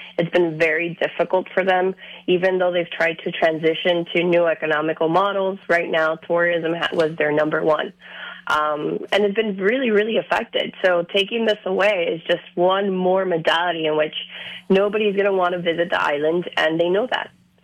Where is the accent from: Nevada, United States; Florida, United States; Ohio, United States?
Florida, United States; Miami; One of the things that really shocked me growing up in Miami, but finally, you know, reaching the island and the many visits